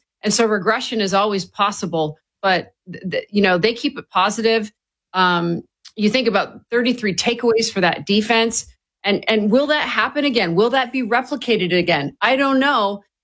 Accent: Canada; now in United States; And I am originally from Canada, Nick, although I'm a proud American.

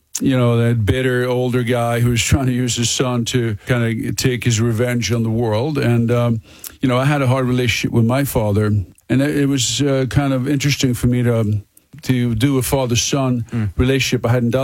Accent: Sweden; I'm from Sweden.

